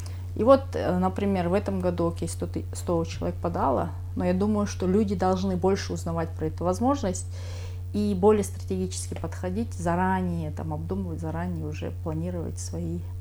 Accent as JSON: {"language": "Russian", "country": "Kyrgyzstan", "said": "Возможно, я даже первая кыргызка, которую там... Я, конечно, не изучала, но мне кажется, что я первая кыргызка, которая этот университет закончила вообще."}